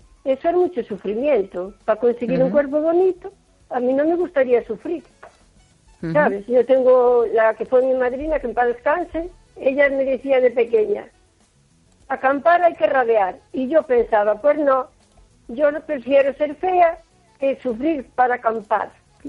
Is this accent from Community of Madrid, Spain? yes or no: no; O Carballiño, Galicia, Spain; la de Carballiño.